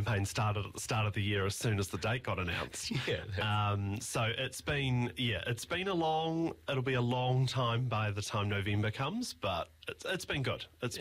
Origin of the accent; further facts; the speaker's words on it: Hawke's Bay, New Zealand; also born or lived in Wellington; I'm born and bred in Hawke's Bay.